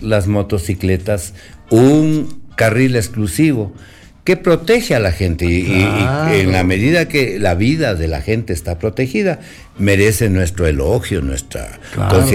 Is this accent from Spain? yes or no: no; Quito, Pichincha, Ecuador; nosotros somos quiteños